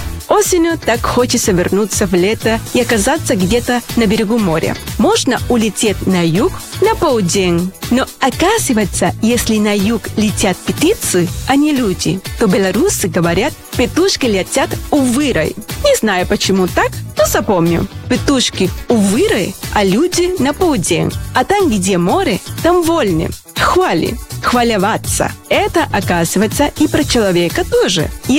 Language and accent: Russian; Venezuela; now in Belarus; Я приехала в Беларусь из Венесуэлы. Приехала и осталась.